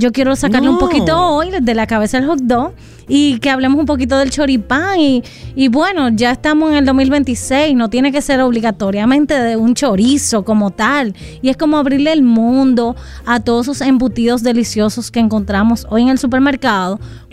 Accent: Dominican Republic; nosotros como dominicanos

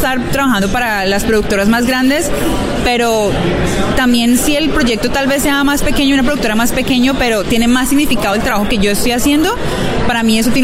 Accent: Cali, Valle del Cauca, Colombia; moved away as an adult; now in Los Angeles, United States; Soy actriz colombiana. Llevo en Los Ángeles 7 años. Estaba en proyectos como Bullet Train, Pam and Tommy, y soy caleñísima. Pero me siento también muy angelina. Ya llevo 7 años acá y este es mi hogar.

